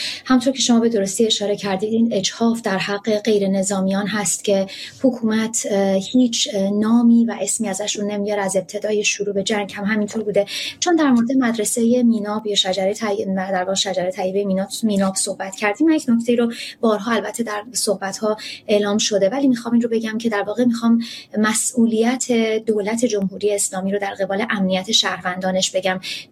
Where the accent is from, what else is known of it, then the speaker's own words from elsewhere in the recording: Iran; ما همه ماها به یادمون هست ماهایی که در ایران سال‌ها رو بزرگ شدیم ما در زیرزمین خونه‌های خودمون که انقدر امن نبود در واقع پناه می‌گرفتیم